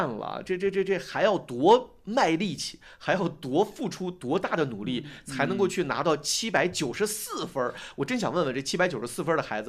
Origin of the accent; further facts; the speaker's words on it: Hebei, China; 就是咱们河北人都这么爱学习吗？